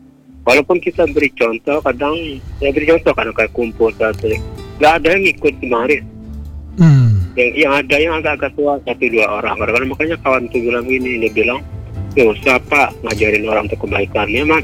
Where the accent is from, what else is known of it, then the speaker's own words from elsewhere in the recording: Bangka Belitung Islands, Indonesia; Kalau bahasa Bangkaan ini kita orang Bangka yang tahu, takut kan.